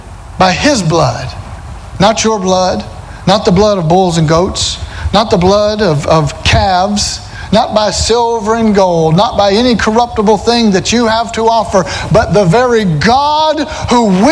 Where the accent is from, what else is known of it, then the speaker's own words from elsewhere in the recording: Alabama, United States; Yeah, I'm from Alabama. That's how we talk sometimes.